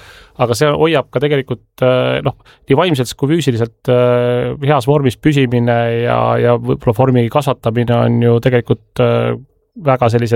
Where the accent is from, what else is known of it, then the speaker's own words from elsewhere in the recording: Tallinn, Harju County, Estonia; õismäelane, kus ma tegelikult pärit olen või suure osa elust elanud